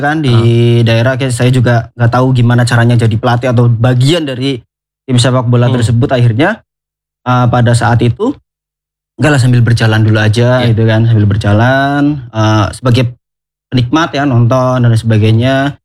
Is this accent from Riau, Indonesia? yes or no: no; Kebumen, Central Java, Indonesia; dari zaman kecil kan, saya kecilnya tuh di Kebumen